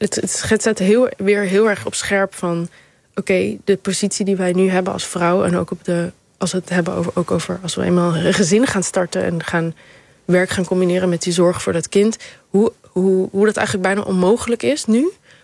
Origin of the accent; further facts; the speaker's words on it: Amsterdam, North Holland, Netherlands; now in Rotterdam, Netherlands; En ik woon ook sinds een aantal jaar in Rotterdam. Ik kom uit Amsterdam.